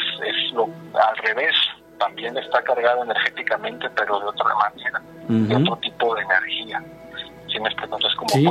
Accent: Monterrey, Nuevo León, Mexico; yo soy de Monterrey

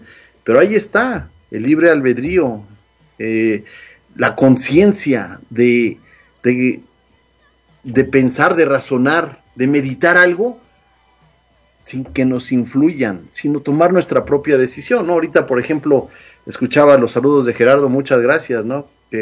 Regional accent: Mexico; now in United States

